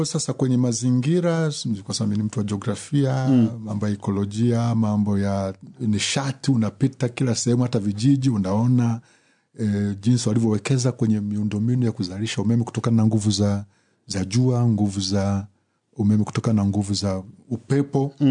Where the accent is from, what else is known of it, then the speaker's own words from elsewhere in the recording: Kagera, Tanzania; now in Moshi, Tanzania; Kule kwetu kule ninapotokea kule Karagwe, sisi ni Wanyambo